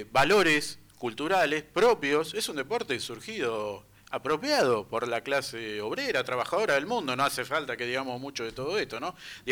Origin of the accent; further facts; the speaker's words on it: Argentina; nosotros, nuestro enemigo histórico, como pueblo argentino